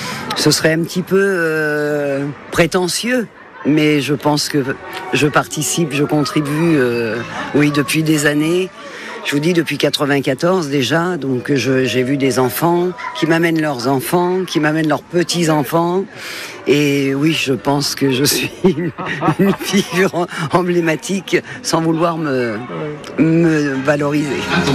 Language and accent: French; Le Mans, Pays de la Loire, France; born there; je suis née au Mans, j'ai 65 ans